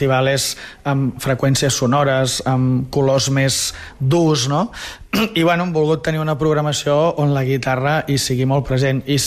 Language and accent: Catalan; Figueres, Catalonia, Spain; els que som de Figueres